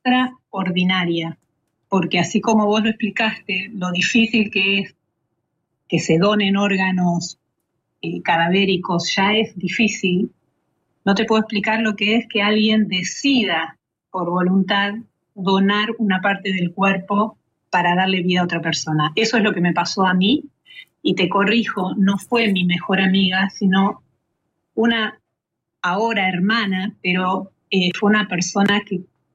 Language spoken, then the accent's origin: Spanish; San Carlos de Bariloche, Río Negro, Argentina; now in Córdoba, Argentina; nos habíamos conocido en Bariloche, somos las dos de Bariloche